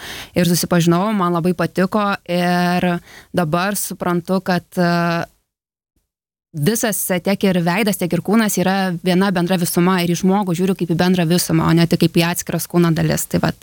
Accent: Druskininkai, Alytus County, Lithuania; Kadangi užaugau Druskininkuose

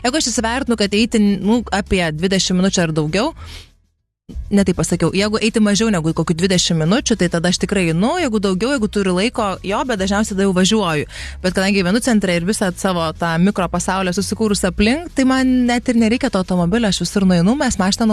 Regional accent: Vilnius, Vilnius County, Lithuania; Aš esu Vilnietė, aš gyvenu centre, aš augus centre, mokyklą centre, jis galų galia į universitetą centriniuose rūmuose vaėjau, nes lietuvių filologijos bakalauro baigiau. Tai man tas, nu, žinai, senamiesčio gatvelis yra toks, nu, kasdienybė jau 42 metus.

